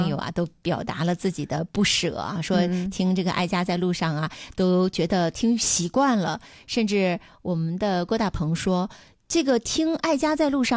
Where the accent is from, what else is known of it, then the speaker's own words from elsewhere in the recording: Dalian, Liaoning, China; 因为我们大连人还是非常喜欢体育广播的。